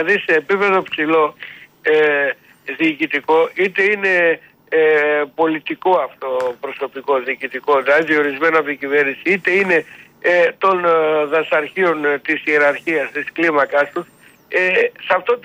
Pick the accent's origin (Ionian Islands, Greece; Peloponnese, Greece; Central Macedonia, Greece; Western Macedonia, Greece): Western Macedonia, Greece; Kastoria; Όταν έγινε στο χωριό μου στην Καστοριά, από την άλλη μεριά, όταν έγινε βενζινάδικο μετά από πολλά χρόνια, έκλεισε μετά από λίγο καιρό.